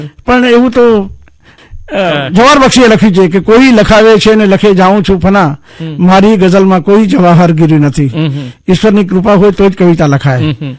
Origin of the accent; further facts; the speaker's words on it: Mumbai, Maharashtra, India; also born or lived in Karachi, Pakistan / Kutch; મારું મૂળ જન્મ કલાચીમાં, એકાદ વર્ષ અમે લોકો ત્યાંથી પછી ડિપાર્ટ જે થયું, આપણે 1947 પછી જે પાર્ટીશન થયું અને અમે લોકો કચ્છમાં આવ્યા અને કચ્છમાં એકાદ વર્ષ રહ્યા છું એવું સ્મરણ છે. અને પછી તરત જ અમે લોકો મુંબઈ આવ્યા.